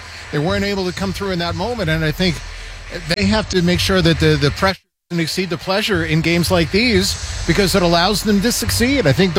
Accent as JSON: {"language": "English", "town": "Detroit", "region": "Michigan", "country": "United States", "said": "from Detroit."}